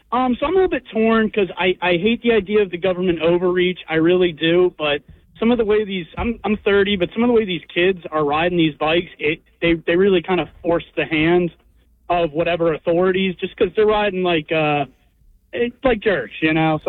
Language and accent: English; Moorestown, New Jersey, United States; I grew up in a nice town. I grew up in Moorestown, but I'm not rich like everyone there.